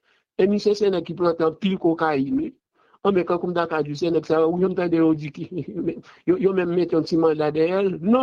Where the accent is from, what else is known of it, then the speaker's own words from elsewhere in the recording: Haiti; On est haïtien